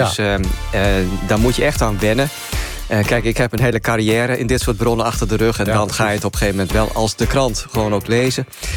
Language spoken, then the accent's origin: Dutch; Groningen, Netherlands; En verder, ik kom uit Groningen. Dat is fietsstad nummer 1 in Nederland.